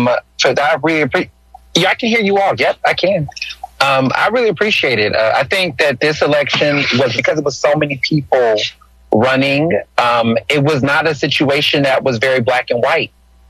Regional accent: Texas, United States; now in Philadelphia, United States; I grew up in Texas

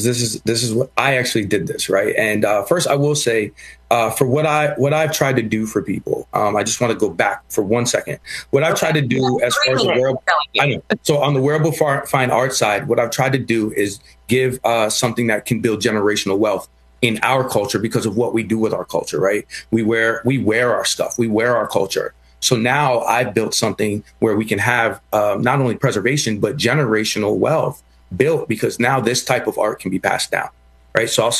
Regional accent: Philadelphia, Pennsylvania, United States; I'm from Philly

